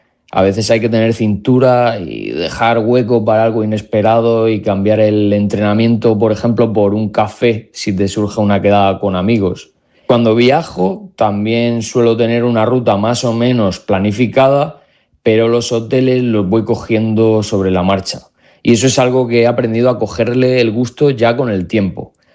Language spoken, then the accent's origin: Spanish; Molina de Segura, Region of Murcia, Spain; also born or lived in Puebla de Don Fadrique, Granada; now in Madrid, Spain; Siempre que puedo me escapo a Molina de Segura, a mi tierra murciana.